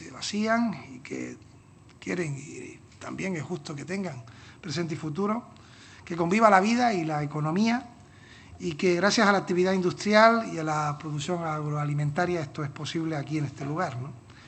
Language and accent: Spanish; Canary Islands, Spain; vengo de Canarias, soy de Canarias